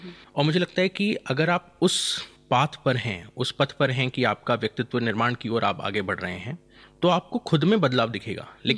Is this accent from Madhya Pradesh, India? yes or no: yes; Balaghat, Madhya Pradesh, India; जैसे मैं बालाघाट जिले से आता हूँ, वहाँ की एक अपनी भाषा शैली है